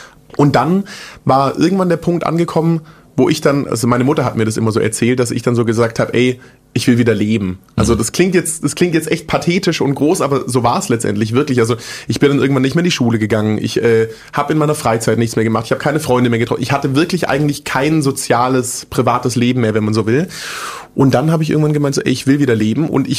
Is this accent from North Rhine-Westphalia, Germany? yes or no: no; Großbottwar, Baden-Württemberg, Germany; also born or lived in Stuttgart / Frankfurt; Ich bin in Stuttgart geboren, bin in so einem Kaff aufgewachsen, das heißt Großbottwar. Mhm. Also wirklich da wohnen da 10, 15.000 Leute vielleicht. Bin da mit meiner Family groß geworden, bis ich 10 war.